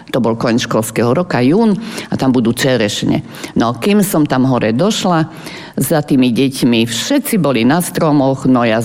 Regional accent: Prešov, Prešov Region, Slovakia; A ten Sabinov nebol ďaleko od Prešova, nakoľko ja som Prešovčanka.

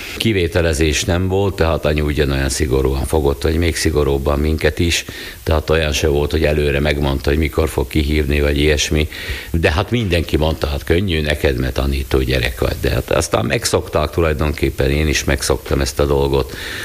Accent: Rimavská Sobota, Banská Bystrica Region, Slovakia; Egykeként nőttem föl itt Rimaszombatba, lokálpatrióta családba, hát logikus, hogy én is ezzé váltam.

